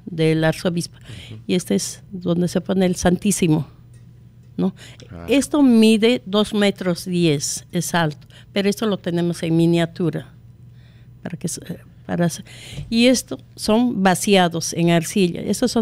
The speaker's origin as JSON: {"language": "Spanish", "town": "San Pablo", "region": "Cusco", "country": "Peru", "said": "Sí, de San Pablo muy cerca. Yo, sí."}